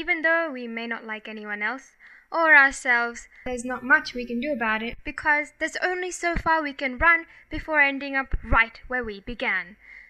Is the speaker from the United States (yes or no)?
no; Australia; Australian Indians are unique in that we're both Australian and Indian.